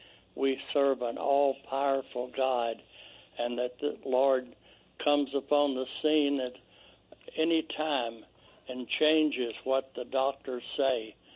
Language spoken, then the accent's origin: English; Kentucky, United States; accent: Kentucky; now in Bakersfield, United States; Yeah. But I'm originally from Kentucky. That's where the accent comes from.